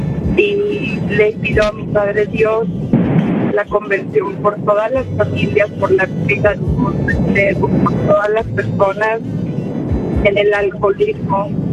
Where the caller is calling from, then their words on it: Chicago, Illinois, United States; de Chicago.